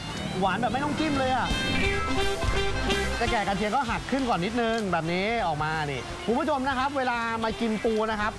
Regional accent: Chonburi, Thailand; ผมเป็นคนชลบุรีจริง

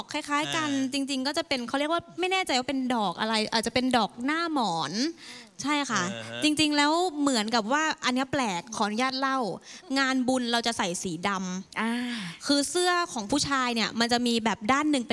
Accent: Southern Thailand, Thailand; เราเป็นลูกครึ่งใต้ลูกครึ่งเพชรบุรีแล้วตอนเด็กเนี่ยเราอยู่ที่ใต้

